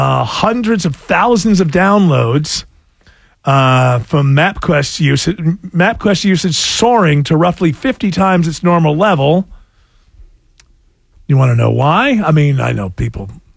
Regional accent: New York, United States; I'm from Western New York. It's like Lake Ontario and Lake Erie.

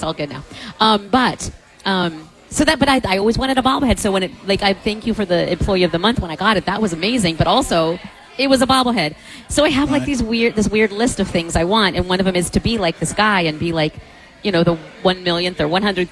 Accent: Fort Madison, Iowa, United States; What if I do something big and then they have to have a parade because I'm from Fort Madison and then I get to sit in the car and wave?

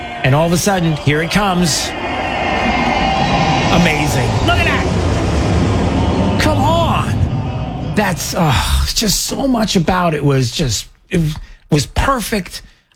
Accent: United States; hey, I'm from America.

